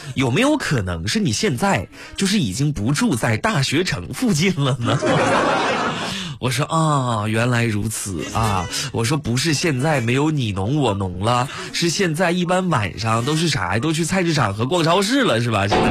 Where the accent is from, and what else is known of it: China